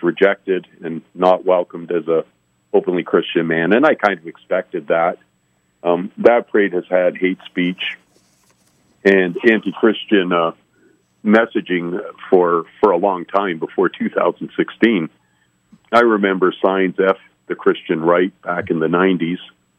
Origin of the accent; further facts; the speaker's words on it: Canada; born there; I am Canadian by birth.